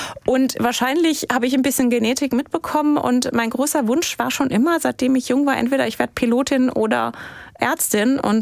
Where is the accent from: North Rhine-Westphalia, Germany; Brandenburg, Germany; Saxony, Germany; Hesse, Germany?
Hesse, Germany; born or raised there; also born or lived in Lower Franconia